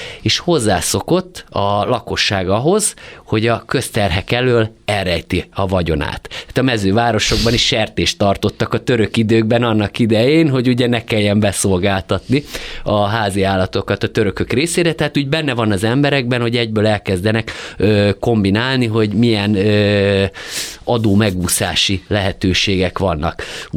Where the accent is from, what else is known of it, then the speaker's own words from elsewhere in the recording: Hungary; amikor megtudta, hogy magyar vagyok